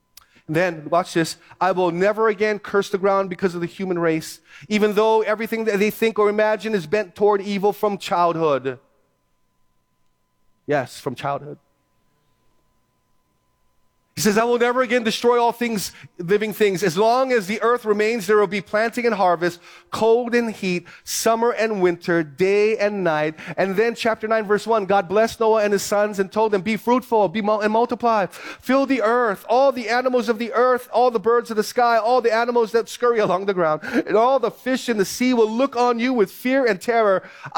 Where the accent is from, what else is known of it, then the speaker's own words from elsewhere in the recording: Philippines; I'm Filipino. I can do that. Okay? So my Filipino grandmother up there.